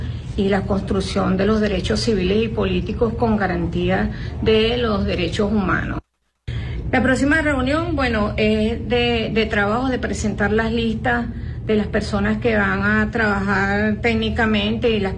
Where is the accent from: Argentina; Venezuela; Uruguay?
Venezuela; somos los venezolanos